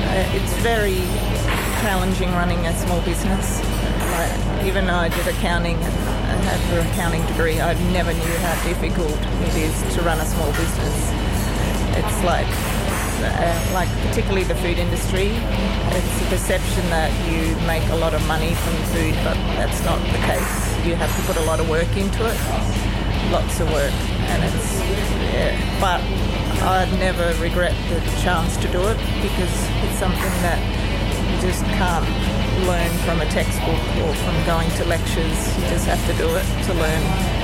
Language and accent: English; Western Australia, Australia; born there; now in Tennant Creek, Australia; I was born in Northcliff or Pemberton area in West Australia, which is really farming country and carry territory country.